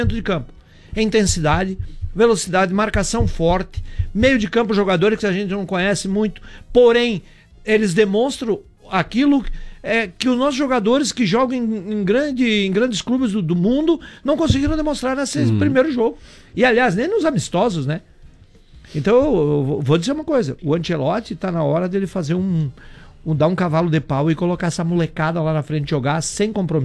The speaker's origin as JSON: {"language": "Portuguese", "country": "Brazil", "said": "Eu sou brasileiro, amo o Brasil"}